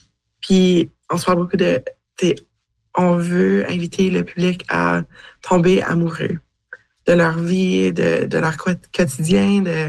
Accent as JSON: {"language": "French", "region": "Manitoba", "country": "Canada", "said": "Puis, tu sais, moi, je viens du Manitoba."}